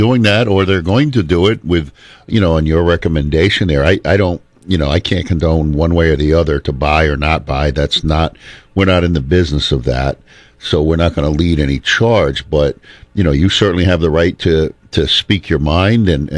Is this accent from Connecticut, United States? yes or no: yes; Killingly, Connecticut, United States; moved away; I was originally from Killingly. That's where I started out.